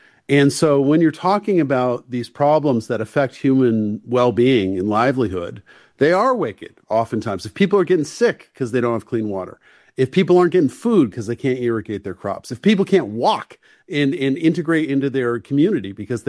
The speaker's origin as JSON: {"language": "English", "region": "New England", "country": "United States", "accent": "New England", "said": "So, you know, wicked, I like the word wicked because I'm from New England."}